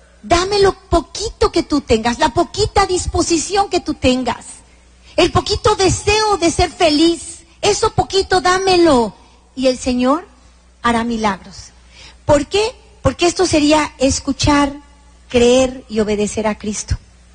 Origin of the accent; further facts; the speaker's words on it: Veracruz, Mexico; Yo soy de Veracruz, ¿no? Y allá hablamos con pura grosería